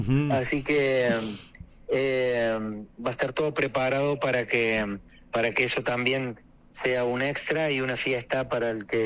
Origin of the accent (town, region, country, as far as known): Córdoba, Argentina